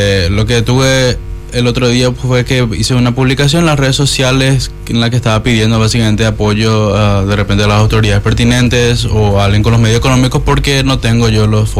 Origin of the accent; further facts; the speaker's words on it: Luque, Central, Paraguay; Yo soy de Luque, por cierto